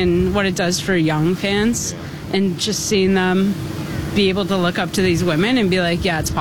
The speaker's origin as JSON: {"language": "English", "town": "Barrie", "region": "Ontario", "country": "Canada", "said": "Barrie, Ontario."}